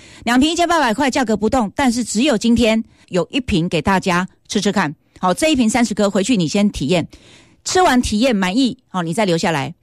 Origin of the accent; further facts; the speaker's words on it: Taiwan; 也是因为我们台湾人吃钙质吃得很努力。